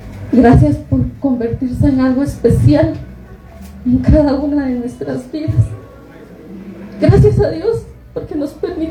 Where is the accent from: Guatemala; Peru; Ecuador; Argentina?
Guatemala